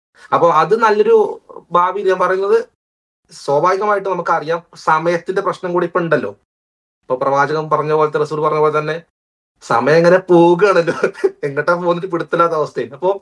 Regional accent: Kerala, India; born there; moved away; നമ്മളെ നാട്ടില് ഞാൻ ചെറുപ്പത്തില് ഭിക്ഷക്കാരെ കണ്ടിട്ടുണ്ട്, സത്യം പറയാം, ഭിക്ഷക്കാരെ ചെറുപ്പത്തിൽ കണ്ടിട്ടുണ്ട്, മലയാളികളെ.

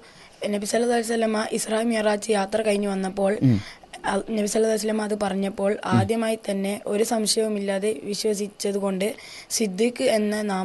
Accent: Payyoli, Kerala, India; എൻ്റെ വീട് കോഴിക്കോട് പയ്യോളിയാണ്.

